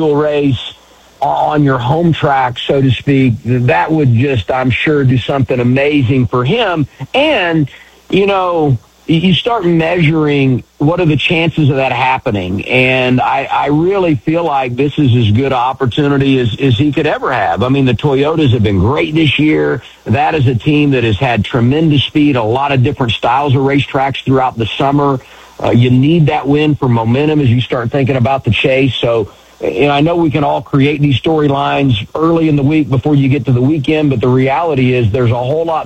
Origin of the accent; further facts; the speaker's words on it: Indiana, United States; But I just think growing up in Indiana and coming up in that, you know, broadcast alignment